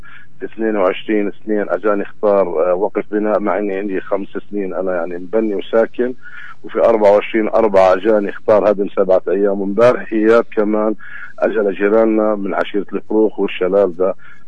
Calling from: al-Minya, Palestine; أحد شباب النشطاء في قرية المنيا.

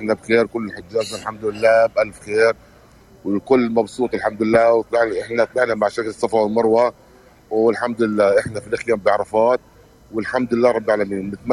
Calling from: Zeita, Tulkarm Governorate, Palestine; من زيتة الكرم.

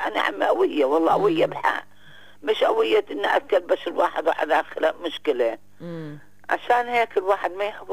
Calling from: Palestine; إن إحنا فلسطينيين متفوقين

